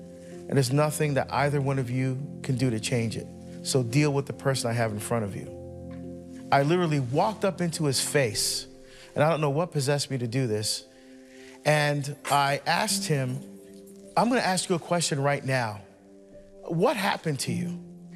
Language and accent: English; Barbados; moved away; my home country of Barbados